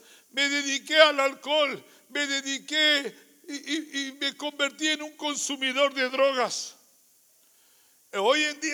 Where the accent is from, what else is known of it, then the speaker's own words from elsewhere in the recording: Lima, Peru; las calles de Lima, Perú, de donde vengo.